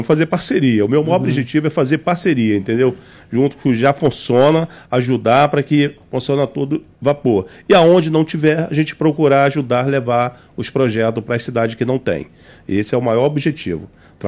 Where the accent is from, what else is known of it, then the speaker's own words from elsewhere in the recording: Brazil; eu sou brasileiro